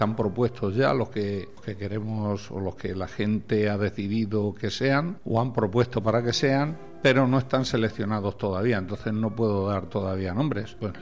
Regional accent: Caudete, Castilla-La Mancha, Spain

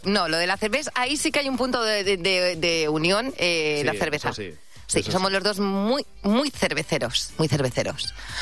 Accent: Madrid, Community of Madrid, Spain; yo, como soy de Madrid, me fui cuajándome un poco en en emisoras chiquititas, en Radio Fuenlabrada, en Radio Getafe

